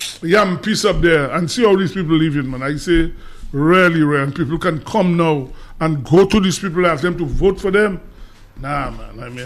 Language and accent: English; Dominica; when I grew up in Collio